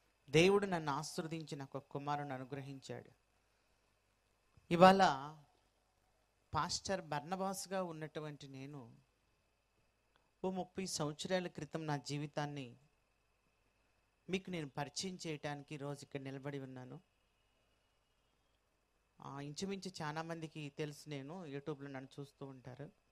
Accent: Tenali, Andhra Pradesh, India; గుంటూరు జిల్లా తెనాలి పట్టణం మా స్వస్థలం. ఈ తెనాలి పట్టణంలో చెంచుపేట ఇందిరానగర్ కాలనీ అనే ప్రాంతంలో మేము నివసించేవాళ్ళం. కులరీత్యా మేము ఎస్టీ

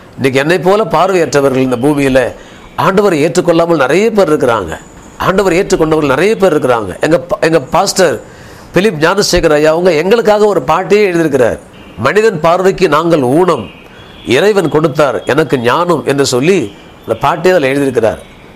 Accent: Gummidipoondi, Tamil Nadu, India; நான் பிறந்து வளர்ந்ததெல்லாம் கும்மிடிப்பூண்டி தான், ஒரு சின்ன ஒரு வில்லேஜ், ஒரு அது பேர் வெட்டு காலனி.

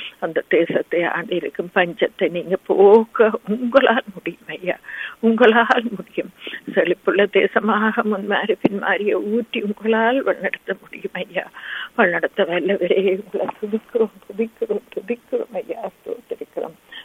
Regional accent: Sri Lanka; moved away; நாங்க பிறந்து வளர்ந்த அந்த சிறிய தீவுக்காக

